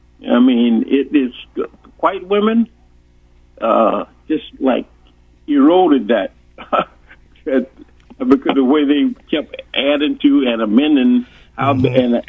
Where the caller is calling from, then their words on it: Georgia, United States; being a Southerner from Georgia